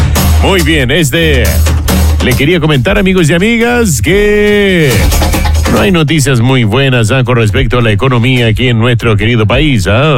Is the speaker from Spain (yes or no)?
no; Chile; Si sobrevivimos en otras oportunidades, vamos a sobrevivir y levantarnos nuevamente, porque somos chilenos.